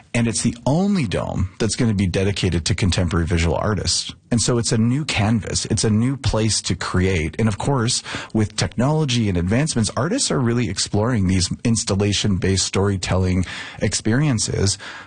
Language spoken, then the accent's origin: English; Ireland; now in Canada; I'm Irish as well.